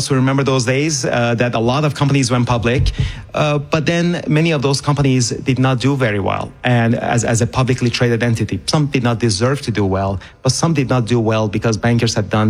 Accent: Iran; as a kid growing up in Iran in the 1980s, when the 8-year war was going on with Iraq, I had hope in one country.

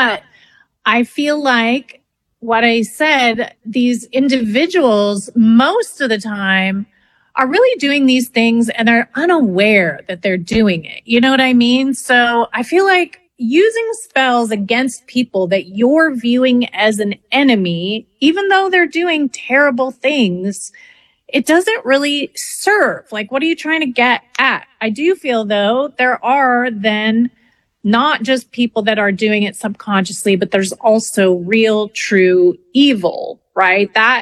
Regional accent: Canada; And I'm French Canadian.

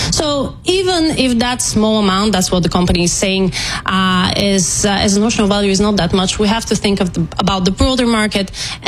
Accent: Bulgaria; English is a second language; But, you know, I'm from Bulgaria, and then Bulgaria had very low odds of winning Eurovision.

